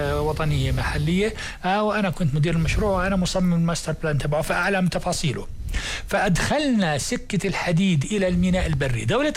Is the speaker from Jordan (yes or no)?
yes; Jordan; إحنا عنا في الأردن